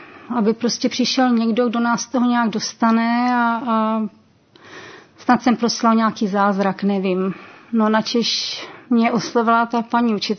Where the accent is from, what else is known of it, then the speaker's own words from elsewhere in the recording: Vysoké Mýto, Pardubice Region, Czechia; jsem z Vysokého Mýta